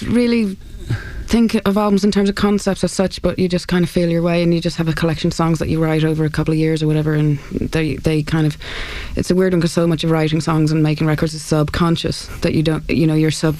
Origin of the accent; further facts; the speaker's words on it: Ireland; and also being Irish, I'm pretty pagan